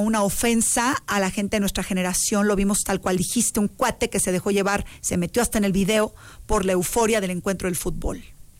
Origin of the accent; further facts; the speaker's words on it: Mexico; Si fuese al revés como mexicanos